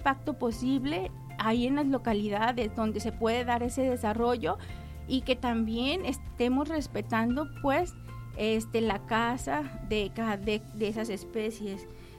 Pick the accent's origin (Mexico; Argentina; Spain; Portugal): Mexico; San José de Costilla, Jalisco; now in Tepic, Mexico; Y un saludo a todos, yo soy de San José de Costilla, municipio uh-huh. de Jalisco, y también mi familia es de por allá, de por el Cuarenteño.